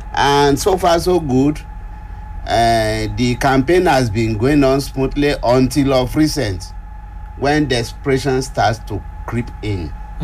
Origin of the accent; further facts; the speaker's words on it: Nigeria; As a Nigerian